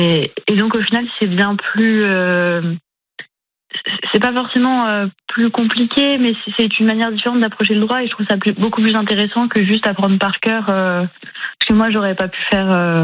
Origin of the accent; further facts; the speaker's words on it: Grand Est, France; moved away as an adult; now in Nancy, France; Je suis des Vosges, je suis des Vosges.